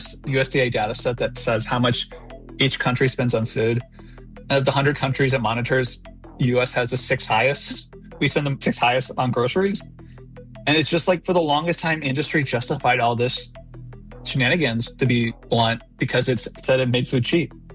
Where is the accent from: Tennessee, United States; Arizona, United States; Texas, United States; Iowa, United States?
Iowa, United States; Like, I'm from Iowa. Iowa used to be known, like the big history book in Iowa called it the Middlelands.